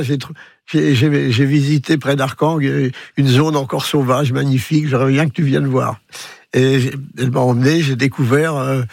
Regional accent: France

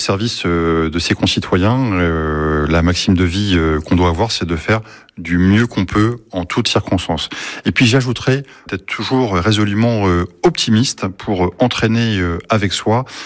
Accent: Tours, Centre-Val de Loire, France; moved away as an adult; also born or lived in Paris; now in Le Mans, France; j'ai 49 ans, je suis préfet de la Sarthe depuis le 30 juin dernier. Je suis originaire de Tours, où je suis né, où j'ai grandi pendant près de 20 années.

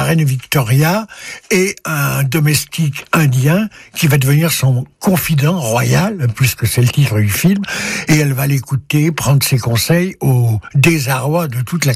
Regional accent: Lyon, Auvergne-Rhône-Alpes, France; Et comme moi, je suis lyonnais

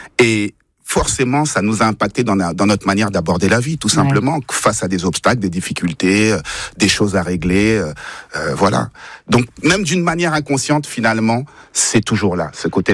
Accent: Sarcelles, Île-de-France, France; born there; Moi je suis né à Sarcelles

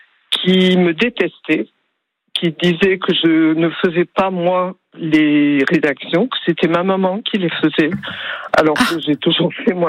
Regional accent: Montpellier, Occitanie, France; now in Castelnau-le-Lez, France; Je suis native de Montpellier, j'ai fait mes études à Montpellier

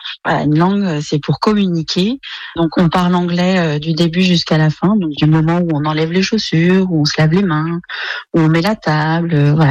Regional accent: France; also born or lived in United States; Je suis française, mais mes études universitaires étaient autour de l'anglais. Je me suis spécialisée dans la recherche aussi sur l'apprentissage précoce des langues. Et puis j'ai vécu 2 ans aux États-Unis.

